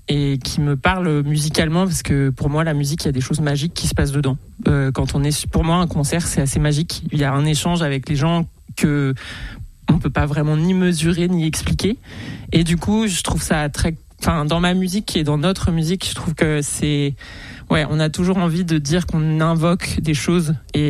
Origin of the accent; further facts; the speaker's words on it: Lyon, Auvergne-Rhône-Alpes, France; Et ouais, voilà, on vient de Lyon.